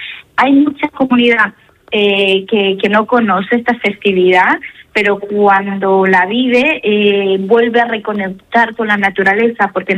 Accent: Ecuador; dar a conocer pues mi cultura, mi país, mi tierra, mis orígenes. Por eso la formación se llama

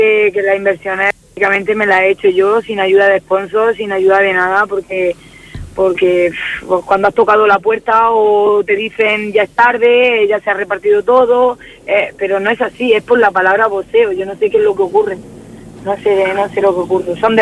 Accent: Region of Murcia, Spain; me gustaría ganarlo en la región de Murcia, que es mi tierra y donde tengo toda mi gente

